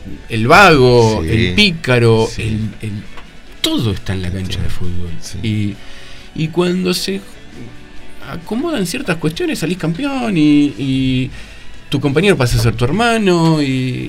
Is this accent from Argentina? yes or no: yes; Argentina; lo que nos pasa a nosotros como argentinos